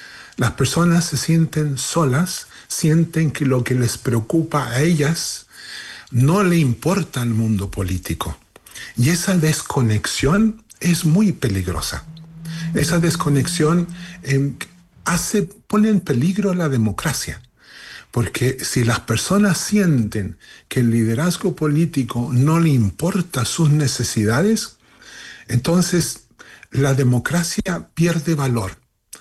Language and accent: Spanish; Chile; now in Lillehammer, Norway; Soy chileno, sí. Y he estado primero en el exilio y después trabajando en forma voluntaria desde más de 50 años.